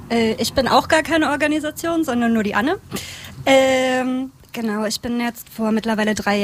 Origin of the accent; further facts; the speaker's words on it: Saxony-Anhalt, Germany; moved away as an adult; also born or lived in Netherlands; Ich komme aber ursprünglich auch aus Sachsen-Anhalt, habe aber eigentlich mein gesamtes Erwachsenenleben im Ausland verbracht. Also ich war in den Niederlanden